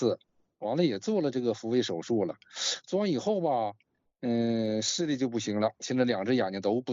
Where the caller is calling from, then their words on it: Heilongjiang, China; 我是黑龙江的呀，